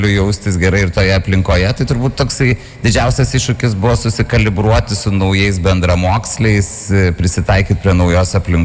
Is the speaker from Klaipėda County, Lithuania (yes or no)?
yes; Šilutė, Klaipėda County, Lithuania; moved away as an adult; esu iš Šilutės, visai kito krašto.